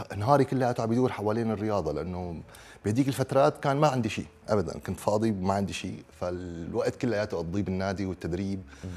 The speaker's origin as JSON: {"language": "Arabic", "country": "Syria", "moved": "as an adult", "lives_now": "United Kingdom", "said": "إحنا كلاجئين سوريين لما وصلنا على أي بلد أوروبي بتبدأ من الصفر. أنا واحد بدأ من الصفر، يعني لما أبتدي من الصفر لغة ما عندي، الإنجليزي ما بحكي، ووصلنا لبلد غريبة علينا والثقافة تبعها غريبة"}